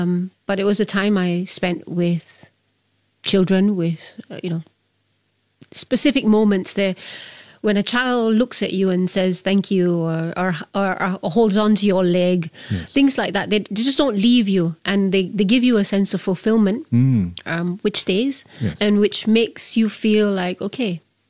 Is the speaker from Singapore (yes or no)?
yes; Singapore; So I had grown up watching her with her tiaras, etc. And, you know, being properly Singaporean.